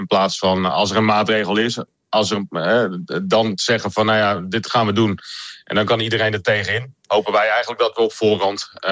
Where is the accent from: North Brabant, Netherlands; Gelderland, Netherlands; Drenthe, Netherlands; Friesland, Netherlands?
Friesland, Netherlands; Vlieland; ik kom van Vlieland. En op Vlieland zou 1/3 van het eiland gewoon dicht mogen.